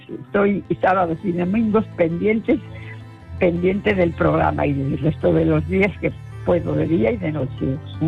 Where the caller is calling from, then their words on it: Spain; Hola, soy … de Miranda de Iglesias. Soy escuchante de Radio Nacional desde los 9 años. Tengo 90.